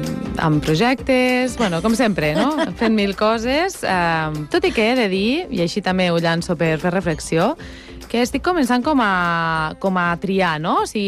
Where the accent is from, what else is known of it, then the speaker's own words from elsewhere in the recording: Almenar, Catalonia, Spain; Jo vaig estar treballant a la biblioteca d'Almenar del meu poble durant uns anys.